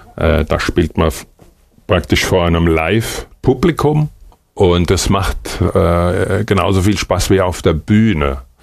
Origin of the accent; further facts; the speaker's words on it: Hesse, Germany; Ich komme ja aus Hessen, da gibt es den Hessischen Rundfunk